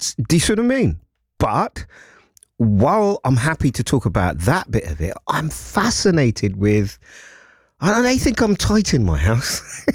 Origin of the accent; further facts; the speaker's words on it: London, United Kingdom; I'm a Londoner, I'm a dad, I'm a husband